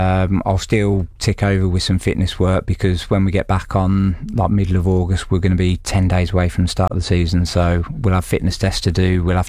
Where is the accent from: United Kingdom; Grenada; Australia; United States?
United Kingdom; England; I'm an Englishman and proud to be an Englishman.